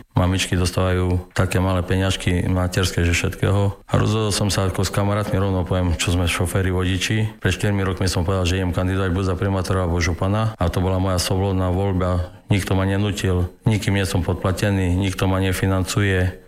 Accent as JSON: {"language": "Slovak", "town": "Košice", "region": "Košice Region", "country": "Slovakia", "said": "Som Košičan 56 rokov, tu žijem v Košiciach"}